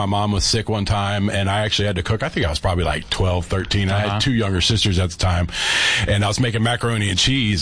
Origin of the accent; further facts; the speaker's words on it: Columbus, Ohio, United States; moved away as an adult; also born or lived in Tucson, Arizona / Phoenix, Arizona; I'm originally from Columbus, Ohio. I lived there for about 27 years. Then I made my first venture to Arizona, and I lived in Tucson and Phoenix for a little while